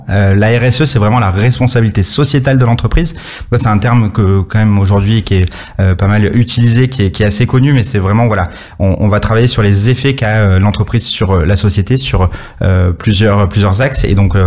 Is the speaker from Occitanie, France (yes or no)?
yes; Nîmes, Occitanie, France; moi je suis originaire de Nîmes dans le Gard